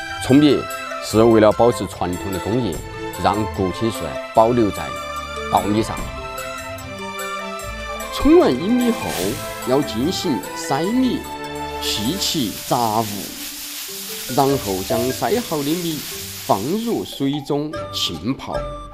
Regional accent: Chongqing, China; 是土生土长的重庆人。

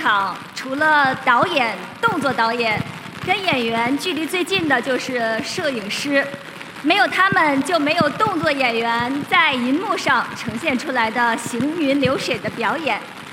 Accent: Harbin, Heilongjiang, China; moved away; 我是哈尔滨人，很开心这次能够回到家乡

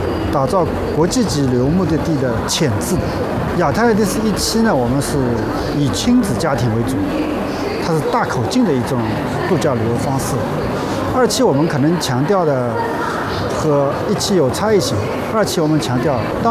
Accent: China

